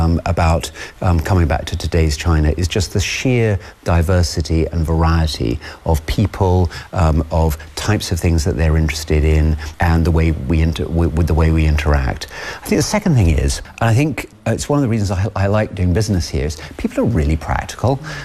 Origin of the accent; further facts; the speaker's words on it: Scotland, United Kingdom; I'm a Scot, so I believe very, very strongly that, you know, different parts of the UK, we're a much smaller country